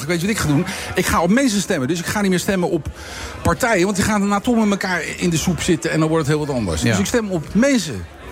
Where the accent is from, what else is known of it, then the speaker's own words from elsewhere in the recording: The Hague, South Holland, Netherlands; Dat is mijn USP, hè, de Haag.